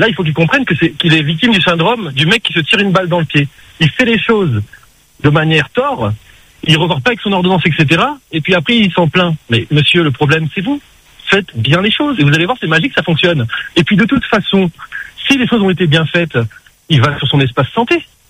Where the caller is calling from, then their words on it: Le Tampon, Réunion; cet après-midi un petit peu nuageuse au tampon.